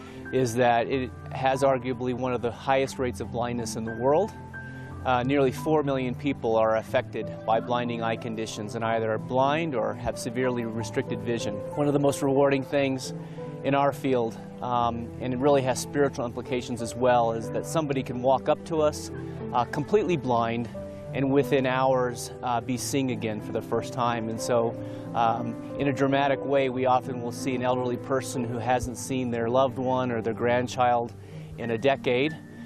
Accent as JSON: {"language": "English", "country": "United States", "said": "Good morning. It's another beautiful morning in Tashkent. … I'm from the United States, and this is my first outreach with Jewish Voice."}